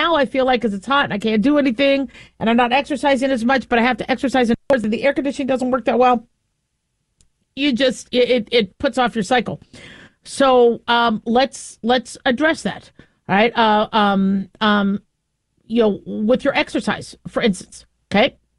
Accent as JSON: {"language": "English", "country": "United States", "tie": "born there", "also_born_or_lived": "Phoenix, Arizona / Las Vegas, Nevada", "said": "I grew up in Phoenix and Las Vegas, and so summer was really, really hot, right?"}